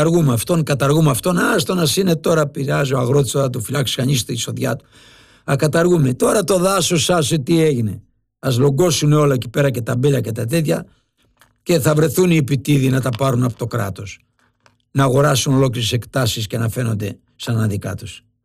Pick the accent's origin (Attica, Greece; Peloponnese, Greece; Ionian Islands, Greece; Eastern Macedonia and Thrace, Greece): Ionian Islands, Greece; Lefkada; moved away; Να πήγα στα μέρη μας Βάσο.